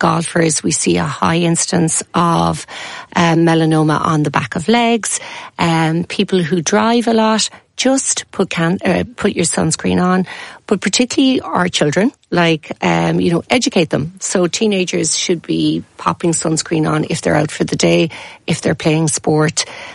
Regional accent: Ireland; we're fair, we're Irish.

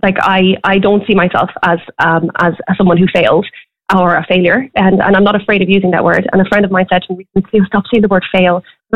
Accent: Midlands, Ireland; I'm from the Midlands

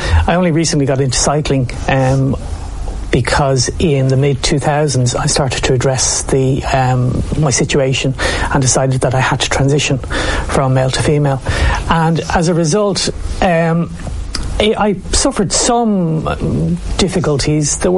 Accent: Ireland; I grew up in Ireland in the early 70s, and I grew up as a teenage boy going to a boys' school

